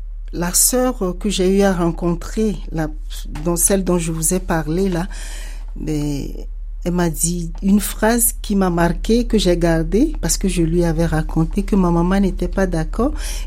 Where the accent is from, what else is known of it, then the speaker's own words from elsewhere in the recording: Togo; moved away; Oui, je suis originaire du Togo. Le Togo, c'est un petit pays de l'Afrique de l'Ouest, d'une superficie de 56 700 km² et d'environ 9 millions d'habitants.